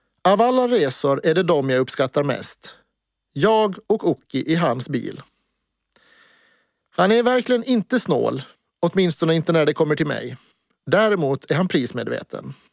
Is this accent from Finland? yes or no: yes; Jakobstad, Ostrobothnia, Finland; born there; var tillsammans med min biologiska mormor Teta när jag föddes hemma i Jakobstad.